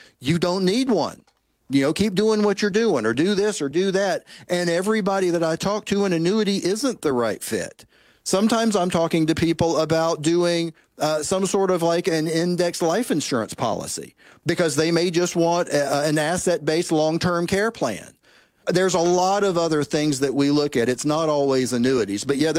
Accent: Tennessee, United States; And, for example, here in my home state of Tennessee, if you're a state employee, they've got that plan

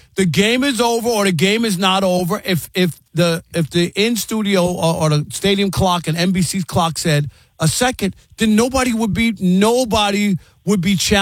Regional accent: New York, United States; accent: New York; also born or lived in Detroit; now in Los Angeles, United States; And so, you know what's funny is I lived in Detroit for 20 years, and I've been in L.A. for 10 years, but the New York accent just won't go anywhere.

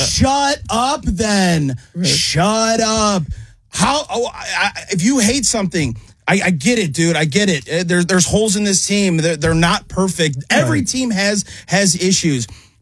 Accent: Chicago, Illinois, United States; moved away as an adult; now in Philadelphia, United States; I'm from Chicago.

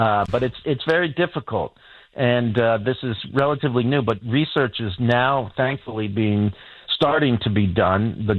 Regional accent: Washington, Maryland, United States; I grew up in the in Maryland, in the Washington, D.C. area.

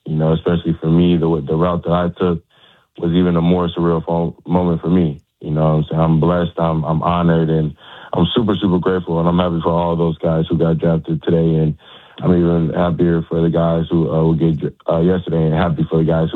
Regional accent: Chicago, Illinois, United States; I grew up in Chicago

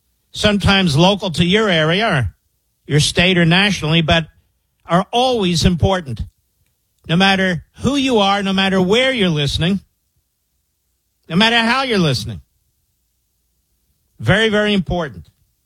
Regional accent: Pennsylvania, United States; I said, wait a minute, I'm from Pennsylvania.

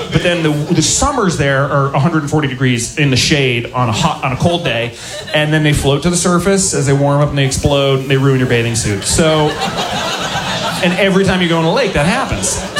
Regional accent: Boston, Massachusetts, United States; I grew up in Boston near the ocean.

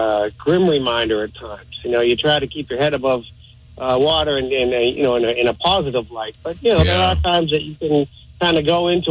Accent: Abington, United States; And, I do believe Abington, my hometown Abington, the cable station is playing it all weekend.

